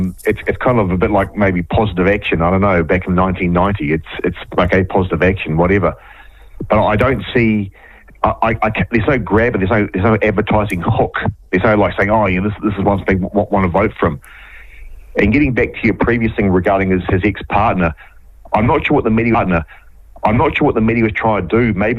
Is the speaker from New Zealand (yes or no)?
yes; Cambridge, Waikato, New Zealand; now in Auckland, New Zealand; I came from Cambridge, which, like smaller towns, is serviced largely by volunteer fire officers.